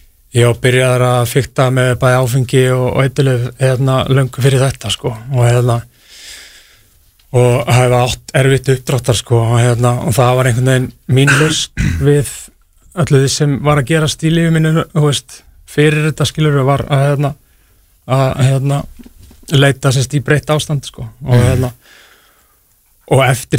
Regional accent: Akranes, Western Region, Iceland; Ég kem frá Akranesi og það gerist það Akranesi sem er lítið samfélag

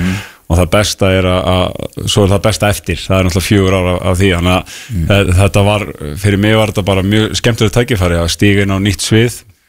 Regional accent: Álftanes, Capital Region, Iceland; ólst upp á Altanesi og við hefum búið þarna

